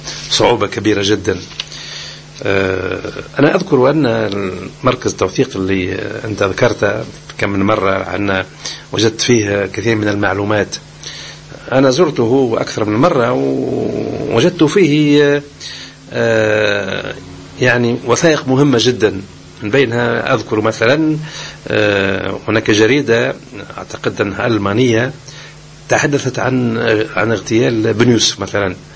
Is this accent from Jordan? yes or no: no; Tunisia; احنا كتونسيين